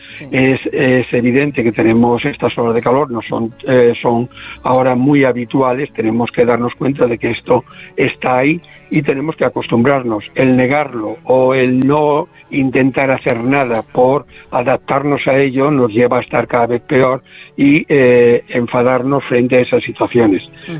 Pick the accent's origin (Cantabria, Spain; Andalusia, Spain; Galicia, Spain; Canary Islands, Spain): Galicia, Spain; Como buen gallego voy allí.